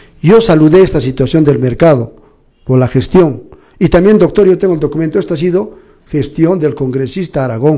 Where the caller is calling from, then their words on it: Calca, Cusco, Peru; yo soy calqueño, quiero a mi tierra